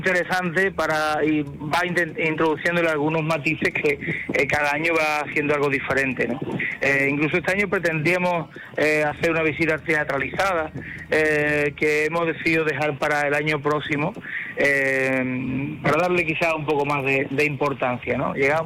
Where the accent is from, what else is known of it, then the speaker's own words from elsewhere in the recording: Coria del Río, Andalusia, Spain; somos muy coreanos